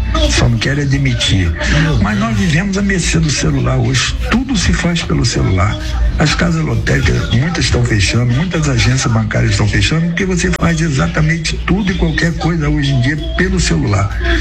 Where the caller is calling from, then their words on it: São Gonçalo, Rio de Janeiro, Brazil; falo do Barro Vermelho.